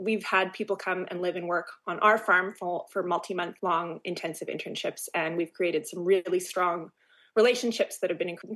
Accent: Winnipeg, Manitoba, Canada; moved away as an adult; now in Clearwater, Canada; we're actually both originally from Winnipeg. We grew up in Wolseley and in the North End. So we didn't grow up as farmers

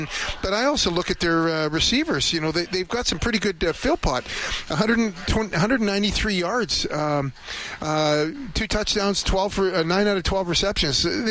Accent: Edmonton, Alberta, Canada; I grew up in Edmonton, played in Edmonton, played, you know, one year with the Edmonton Huskies, played my football at the U of A, and then played every game I ever played with the Edmonton Eskimos.

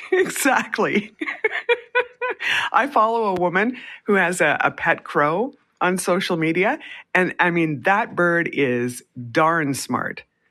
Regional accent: Brandon, Manitoba, Canada; now in Winnipeg, Canada; I grew up in Brandon

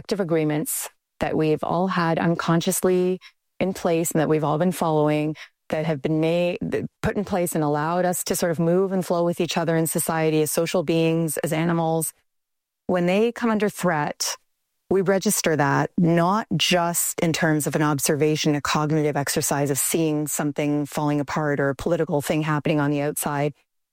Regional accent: Canada; So I would have never thought, I'm a Canadian.

